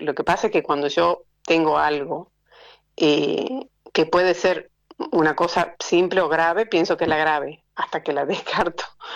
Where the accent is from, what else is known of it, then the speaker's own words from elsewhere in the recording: Yerba Buena, Tucumán, Argentina; Soy de Tucumán.